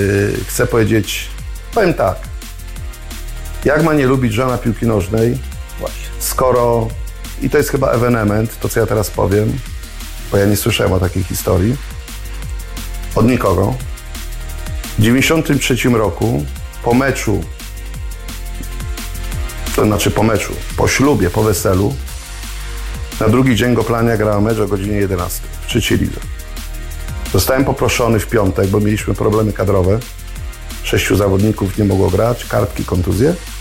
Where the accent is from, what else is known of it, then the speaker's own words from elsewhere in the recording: Gryfów Śląski, Lower Silesian Voivodeship, Poland; born there; also born or lived in Mirsk; now in Wrocław, Poland; ja się urodziłem w Gryfowie Śląskim, bo ja nie jestem z Wrocławia, naprzeciwko stadionu. W Mirsku mieszkałem na Dolnym Śląsku, w innej miejscowości, naprzeciwko stadionu.